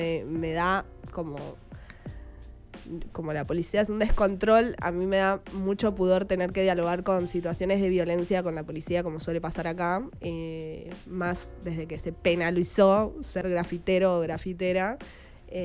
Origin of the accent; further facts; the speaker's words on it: La Plata, Buenos Aires Province, Argentina; Yo soy de Altos de San Lorenzo, nacida acá en La Plata y criada toda la vida en Altos de San Lorenzo. Nací acá y me crié en la cultura artística de acá de La Plata, más de Meridiano, en un centro cultural